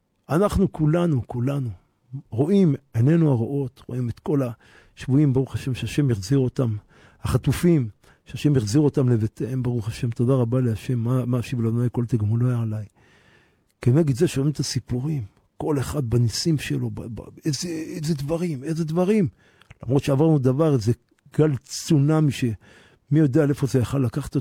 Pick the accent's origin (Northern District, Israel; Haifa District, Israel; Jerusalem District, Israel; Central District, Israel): Jerusalem District, Israel; Jerusalem; born or raised there